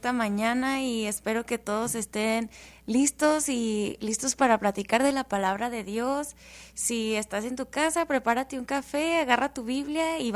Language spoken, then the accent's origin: Spanish; El Paso, Texas, United States; Yo soy de aquí, de El Paso, Texas. Aquí nací y aquí he crecido, y aunque mucha gente se quiere ir a otras ciudades grandes, a mí me encanta mi ciudad, yo amo mi ciudad del Paso.